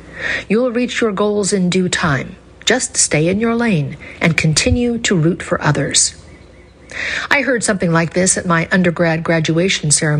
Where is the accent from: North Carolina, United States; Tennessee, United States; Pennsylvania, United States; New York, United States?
Tennessee, United States; I graduated college in 2022, and after many job rejections in my home state of Tennessee, I decided to take a leap of faith and do a volunteer service year in Minnesota with Jesuit Volunteer Corps.